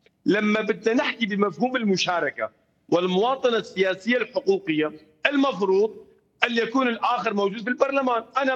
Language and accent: Arabic; Syria; كمواطن سوري، هموم هذه المحافظة من تنمية وتعليم ومساواة